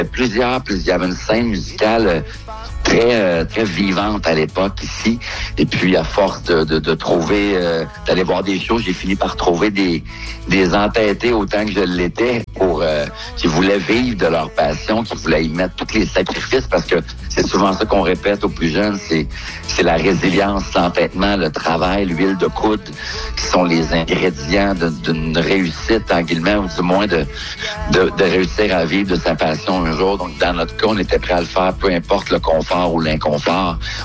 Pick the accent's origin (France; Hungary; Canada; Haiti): Canada; Drummondville, Quebec; chez nous à Drummondville